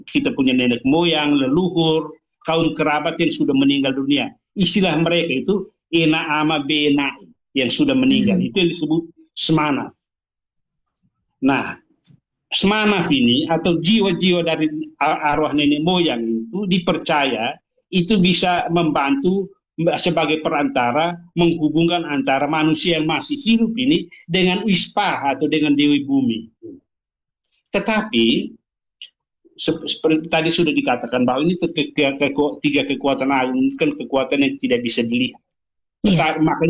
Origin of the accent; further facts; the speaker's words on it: East Nusa Tenggara, Indonesia; kalau kami orang Timur yang berbahasa Dawan, yang walaupun sudah beragama itu